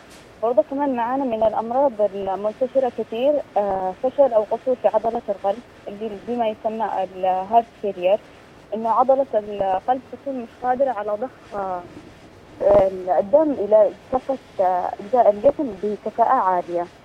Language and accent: Arabic; Aden, Yemen; بالاسم الدارج عندنا بعدن